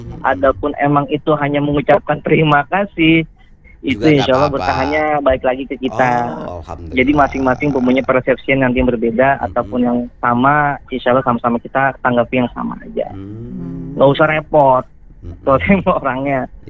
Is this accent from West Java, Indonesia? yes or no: yes; Tasikmalaya, West Java, Indonesia; saya sih orang Sunda juga, Tasik.